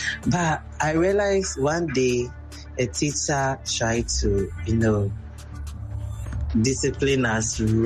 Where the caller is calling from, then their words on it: Jamestown, Greater Accra, Ghana; I'm speaking from Jamestown.